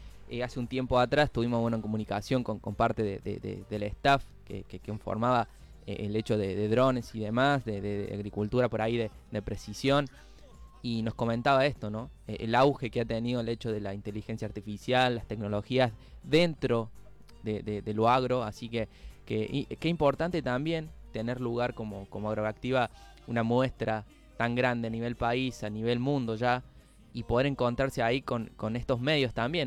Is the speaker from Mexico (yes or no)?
no; Argentina; nuestra identidad como argentinos